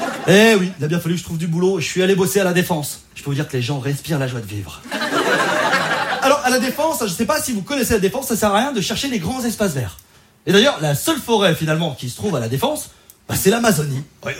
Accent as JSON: {"language": "French", "region": "Auvergne-Rhône-Alpes", "country": "France", "said": "Moi, je viens de Savoie, d'un petit village de montagne."}